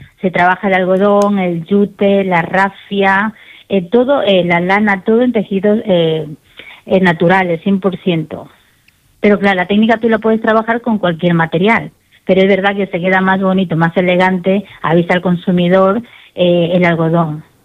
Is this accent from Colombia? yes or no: no; Ecuador; now in Spain; yo soy de Ecuador, yo nací allí y cuando era pequeña, pues mi madre esa técnica la hacía mucho. Entonces yo tenía un poco de conocimiento y luego cuando vine aquí a España, hace 20 años justamente